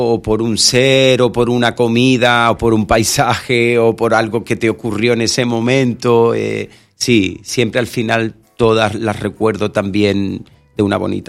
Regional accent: Seville, Andalusia, Spain; No soy el típico sevillano de mi ciudad, es la mejor y por supuesto que es bonita

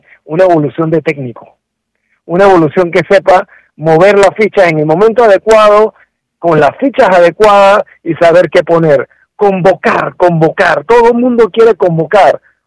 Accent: Panama; yo soy parte de Panamá

